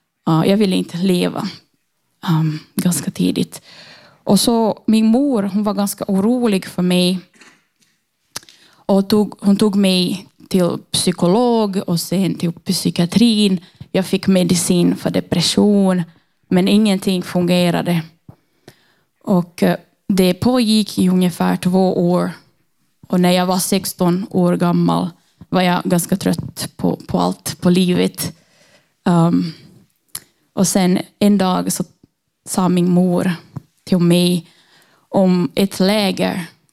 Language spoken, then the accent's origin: Swedish; Brazil; now in Finland; Och jag är ursprungligen från Brasilien. Och jag har bott i Finland i 8 år.